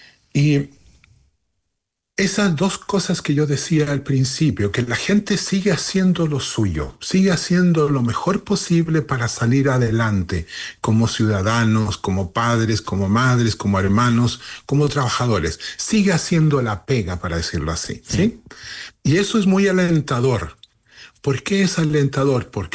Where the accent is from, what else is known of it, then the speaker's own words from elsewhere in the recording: Chile; now in Lillehammer, Norway; Soy chileno, sí. Y he estado primero en el exilio y después trabajando en forma voluntaria desde más de 50 años.